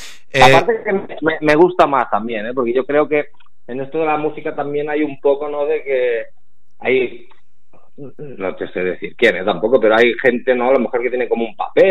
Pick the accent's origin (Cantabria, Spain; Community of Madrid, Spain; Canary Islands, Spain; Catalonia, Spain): Catalonia, Spain; Vilafranca del Penedès; nosotros somos de Vilafranca del Penedès, al lado de Barcelona, y somos un pueblecillo, ¿no?